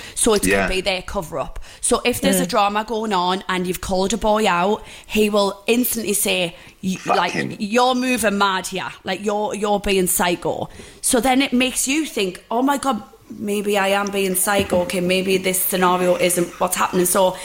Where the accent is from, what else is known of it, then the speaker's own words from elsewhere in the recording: North East England, United Kingdom; We're Geordie girls and we are renowned for being, like, a bit cray-cray.